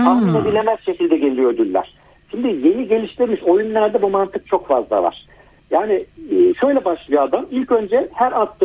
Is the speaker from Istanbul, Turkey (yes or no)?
no; Trabzon, Turkey; ama ben de Trabzonluyum. Karadeniz olarak babamın bir kayığı var.